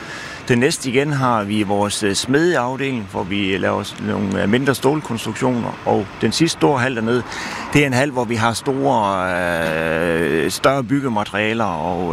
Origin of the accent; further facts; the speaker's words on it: Central Denmark Region, Denmark; Vi er vestjyder